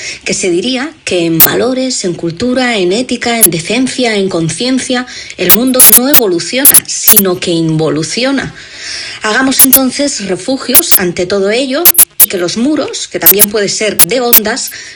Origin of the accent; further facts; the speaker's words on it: Barcelona, Catalonia, Spain; de Barcelona, siempre agradecida y emocionada.